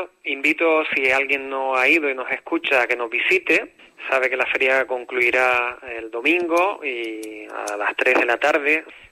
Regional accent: Canary Islands, Spain; nos une como canarios

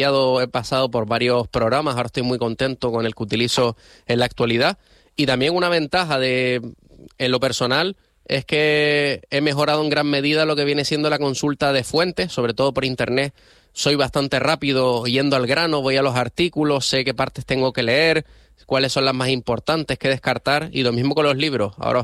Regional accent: Las Palmas de Gran Canaria, Canary Islands, Spain; born there; soy canario

